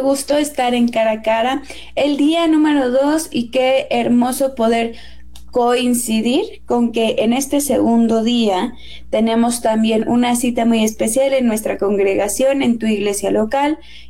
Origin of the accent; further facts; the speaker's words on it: Mexico; honores porque mi sangre es guatemalteca, voy a decir yo. No, o sea, con mucho gusto por todo a México y me siento orgullosamente mexicana, pero pues también de mis raíces no me siento avergonzada.